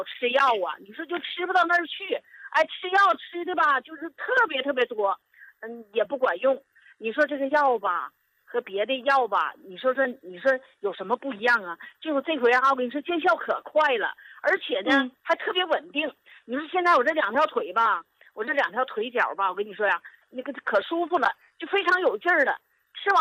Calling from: Changchun, Jilin, China; 我家在东北啊，在长春这块儿啊。

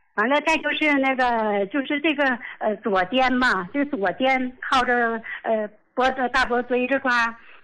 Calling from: Qiqihar, Heilongjiang, China; ，我是齐齐哈尔的。

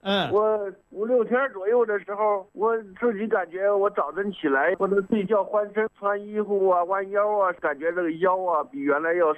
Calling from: Xiangyang, Hubei, China; 我是襄阳的。

